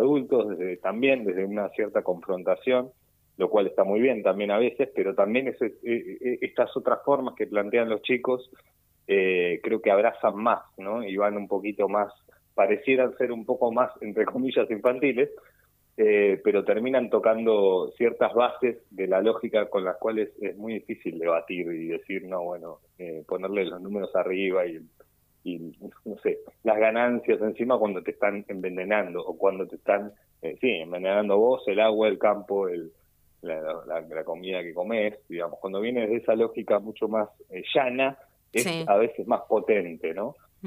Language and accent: Spanish; Buenos Aires, Argentina; nosotros somos de Buenos Aires